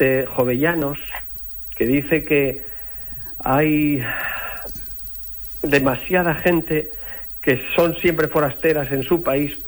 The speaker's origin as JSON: {"language": "Spanish", "region": "Asturias", "country": "Spain", "said": "sí, sí, somos muy asturianos, nos sentimos muy asturianos"}